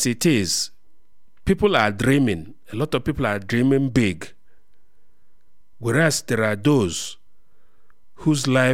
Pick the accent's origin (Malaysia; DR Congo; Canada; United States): DR Congo; I was from the Democratic Republic of Congo.